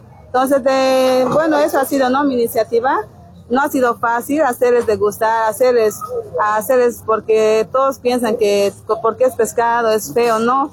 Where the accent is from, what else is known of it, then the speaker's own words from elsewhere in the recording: Entre Ríos, Cochabamba, Bolivia; yo soy de aquí del municipio de Entre Ríos